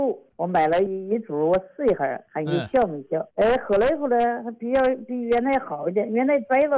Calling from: Xiangyang, Hubei, China; 我是襄阳的吧？

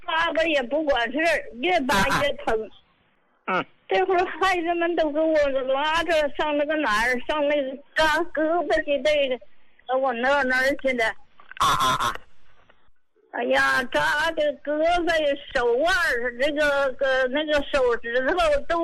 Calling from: Qinhuangdao, Hebei, China; 我是秦皇岛的。

